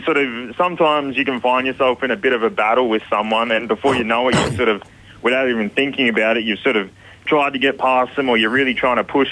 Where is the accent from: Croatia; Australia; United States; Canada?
Australia; Mildura, Victoria; born or raised there